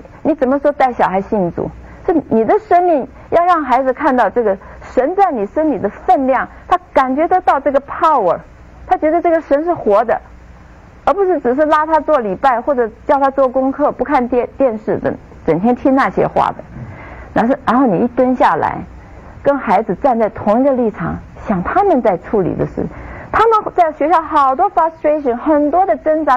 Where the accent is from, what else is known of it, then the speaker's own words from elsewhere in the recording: China; 我们中国人